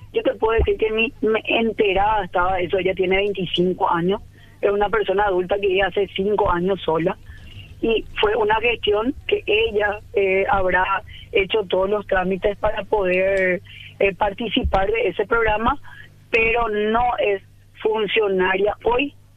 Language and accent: Spanish; Paraguay